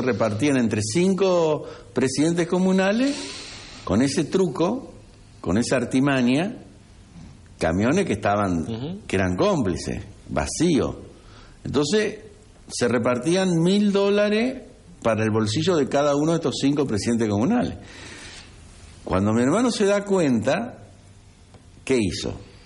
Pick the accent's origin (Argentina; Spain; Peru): Argentina; Santa Fe; moved away; la ruta que la 178, la que iba desde Rosario hasta mi pueblo y seguía